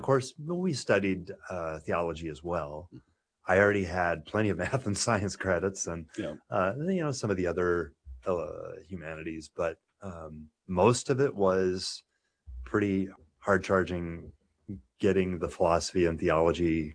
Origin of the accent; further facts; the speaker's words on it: Nebraska, United States; Because I grew up in the Archdiocese of Omaha.